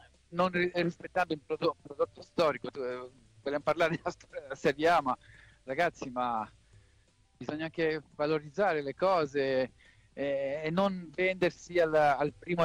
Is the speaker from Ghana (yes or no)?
no; Geneva, Switzerland; perché io ricordo che comunque io sono cresciuto a Ginevra